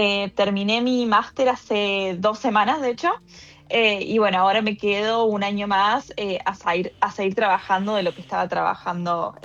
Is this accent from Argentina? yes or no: yes; Córdoba, Argentina; moved away as an adult; now in Houston, United States; Yo soy cordobesa.